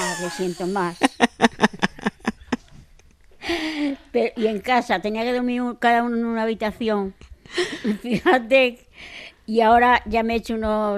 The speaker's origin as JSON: {"language": "Spanish", "town": "Móstoles", "region": "Community of Madrid", "country": "Spain", "tie": "born or raised there", "said": "Entonces, Móstoles para mí es mi pueblo. Llego a Móstoles y me entra una alegría."}